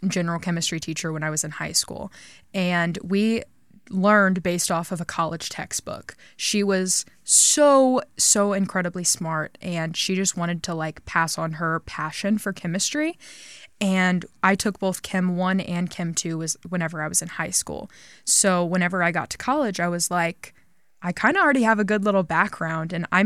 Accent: Ava, Illinois, United States; So I'm actually from a really small town about 30 minutes away from Carbondale, Illinois. Shocking, I know. It's called Ava.

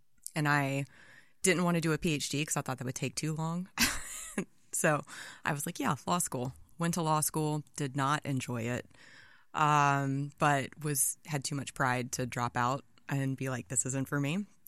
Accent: Athens, Georgia, United States; moved away; I'm from Athens, Georgia

